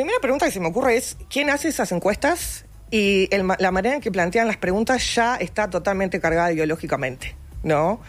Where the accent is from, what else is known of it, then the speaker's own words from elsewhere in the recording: Uruguay; yo creo que como sociedad uruguaya